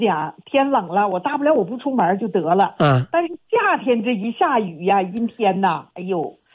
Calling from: Jilin, China; 我也是东北人，吉林的。

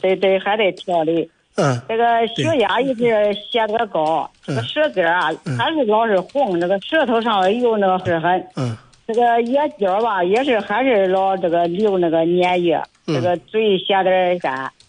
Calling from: Shijiazhuang, Hebei, China; 我是石家庄的。

